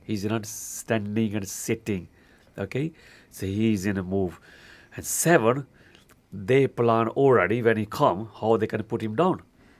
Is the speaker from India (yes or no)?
yes; India; accent: Indian; now in Black Country, United Kingdom; I go Indian accent.